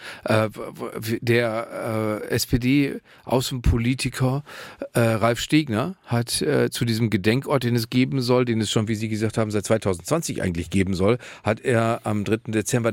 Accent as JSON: {"language": "German", "region": "North Rhine-Westphalia", "country": "Germany", "tie": "born or raised there", "said": "was in meiner Heimatregion, dem Ruhrgebiet, nun wirklich nicht ungewöhnlich ist."}